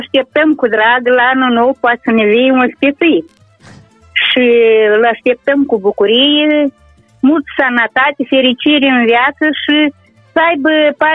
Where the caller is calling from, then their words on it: Elizaveta, Bălți, Moldova; Suntem de la Elizaveta Bălț și